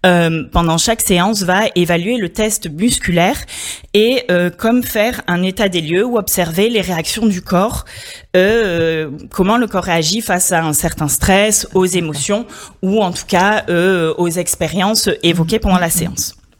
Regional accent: Marseille, Provence-Alpes-Côte d'Azur, France; moved away; also born or lived in Paris / Canada; Alors moi je suis originaire de Marseille, par contre j'ai surtout travaillé à Paris et à l'étranger, notamment au Canada

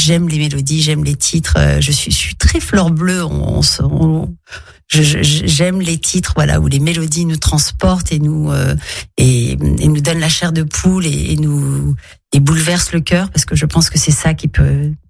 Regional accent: Nice, Provence-Alpes-Côte d'Azur, France; j'ai grandi à Nice

